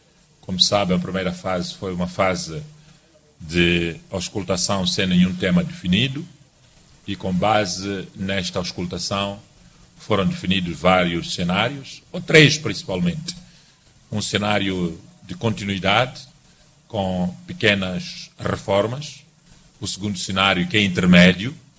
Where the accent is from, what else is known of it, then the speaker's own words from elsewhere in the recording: Mozambique; todos nós, como moçambicanos